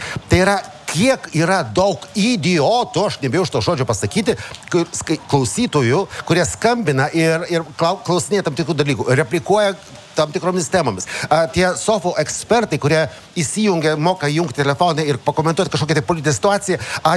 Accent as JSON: {"language": "Lithuanian", "town": "Vilnius", "region": "Vilnius County", "country": "Lithuania", "tie": "born or raised there", "said": "aš taip noriu grįžti į savo gimtąjį miestą"}